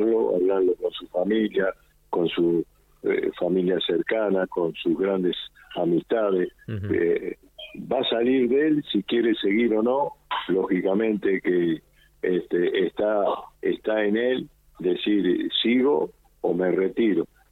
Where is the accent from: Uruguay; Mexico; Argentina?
Argentina